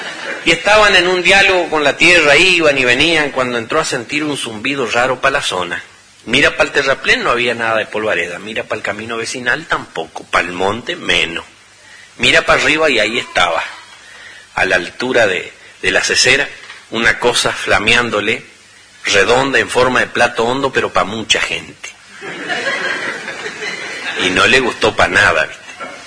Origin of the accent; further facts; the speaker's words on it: Chaco, Argentina; now in Buenos Aires, Argentina; cuando recién llegué del Chaco a esta aventura de intentar contarle a Buenos Aires las cosas que nos hacían sonreír a los provincianos, y desde Buenos Aires al resto de mis hermanos provincianos del país